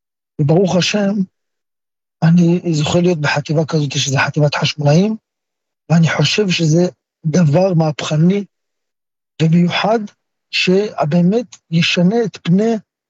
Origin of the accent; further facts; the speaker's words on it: Bnei Brak, Tel Aviv District, Israel; born there; moved away as an adult; now in Safed, Israel; אני למדתי גם בסתמר, אני גדלתי בבית, גם אחרי שהתגייסתי, אמרו לי, אל תבוא לבית עם מדים, אל תבוא לבני ברק עם מדים